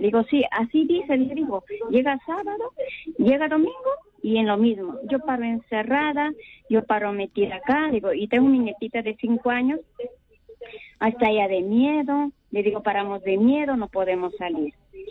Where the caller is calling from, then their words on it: Chiclayo, Lambayeque, Peru; soy de acá de Chiclayo.